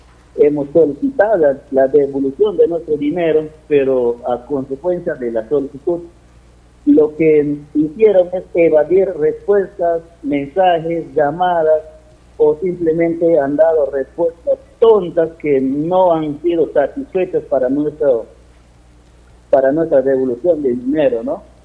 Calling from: Bellavista, Pinto Recodo district, San Martín, Peru; Soy del caserío de Bellavista, jurisdicción del distrito Pinto Recodo.

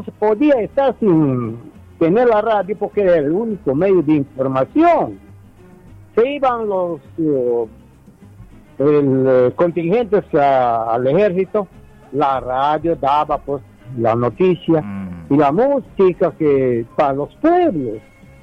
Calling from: Chazuta, San Martín, Peru; nosotros, como chavutinos

